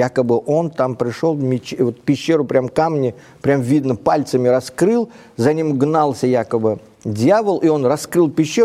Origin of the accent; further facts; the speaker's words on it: Uzbekistan; Вот, например, вот там, откуда я родом, да, есть одно место такое, вы знаете, большая пещера, она между городами находится.